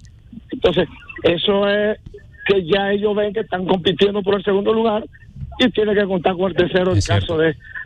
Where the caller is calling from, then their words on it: Duvergé, Independencia, Dominican Republic; algunos motoristas de mi pueblo, Duvergé